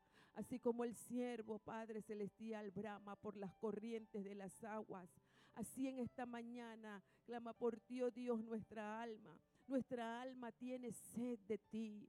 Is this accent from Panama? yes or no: yes; Panama; como ciudadanos que somos de esta tierra